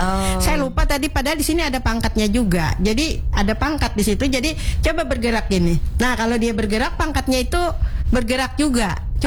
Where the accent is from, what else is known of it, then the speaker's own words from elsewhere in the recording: South Kalimantan, Indonesia; Kita dari Hulu Sungai.